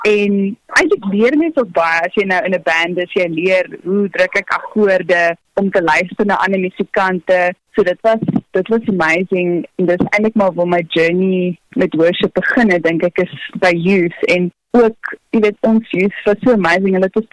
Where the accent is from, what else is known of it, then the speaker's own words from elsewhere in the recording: Western Cape, South Africa; born there; now in Goodwood, South Africa; ek is oorspronklik eintlik van die Helderberg area af ook, so ek ken daai valley baie goed en ek's baie lief vir daai beautiful vibe of so. Maar tans bevind ek myself nader aan die stad, ek bly in Goodwood.